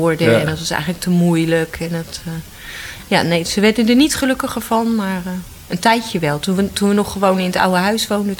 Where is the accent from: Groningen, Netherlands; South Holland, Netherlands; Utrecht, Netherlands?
Utrecht, Netherlands; born there; Ja, ik ben op de Oude Gracht geboren.